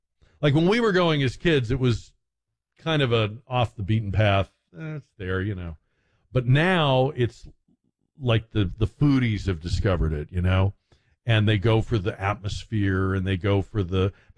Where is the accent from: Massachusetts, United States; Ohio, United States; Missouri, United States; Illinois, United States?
Massachusetts, United States; Newton; This was a little like diner and ice cream parlor kind of place in my hometown that when we would go as teenagers, it was already an old place.